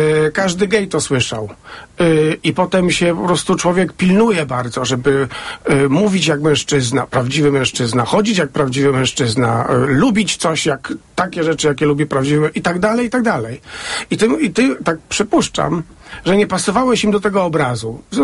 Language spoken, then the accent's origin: Polish; Koluszki, Łódź Voivodeship, Poland; ja jestem chłopakiem z Koluszek, dużo mniejsze miasteczko w porównaniu z Kielcami